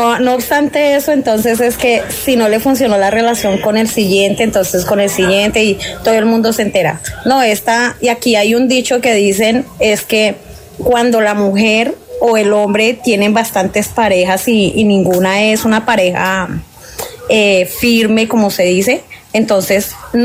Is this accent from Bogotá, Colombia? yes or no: yes; Bogotá, Colombia; uno allá en Bogotá, porque yo soy de Bogotá, uno allá en Bogotá amanece y se queda ahí donde amanece